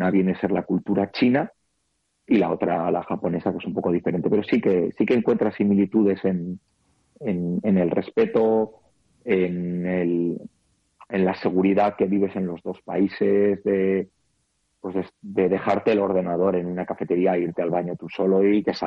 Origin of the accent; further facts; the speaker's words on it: Basque Country, Spain; moved away as an adult; now in Taiwan; nosotros, en Euskadi, la peculiaridad de nuestro territorio, con nuestra lengua, con una historia peculiar, ¿no? Nos da una identidad.